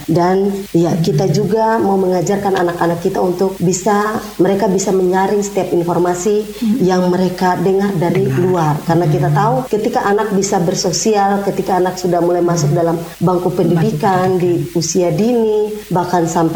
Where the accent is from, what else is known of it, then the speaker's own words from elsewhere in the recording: South Papua, Indonesia; sebagai warga Bovendigul